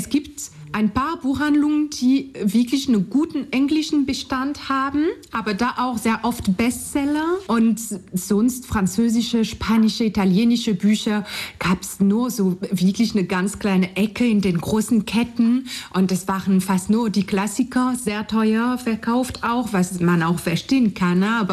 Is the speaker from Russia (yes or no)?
no; France; accent: French; German is a second language; moved away as an adult; now in Leipzig, Germany